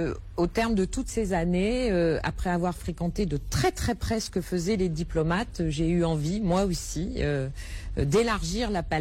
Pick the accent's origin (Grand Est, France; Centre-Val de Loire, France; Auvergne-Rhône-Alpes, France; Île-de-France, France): Île-de-France, France; Paris; also born or lived in Germany; Alors, je suis née en France, j'ai